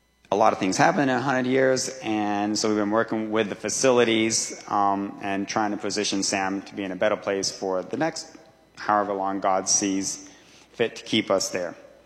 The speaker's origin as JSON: {"language": "English", "country": "Brazil", "tie": "born or raised there", "said": "So in Peru, it looks a little bit different. I grew up in Brazil, middle of the jungle, first contact, sort of scenarios."}